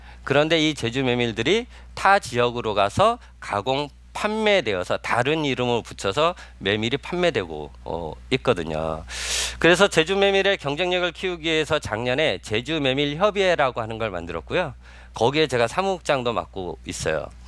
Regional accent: Jeju, South Korea; born or raised there

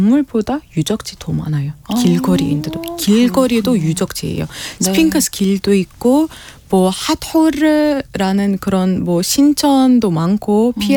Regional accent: Alexandria, Alexandria Governorate, Egypt; born or raised there; moved away

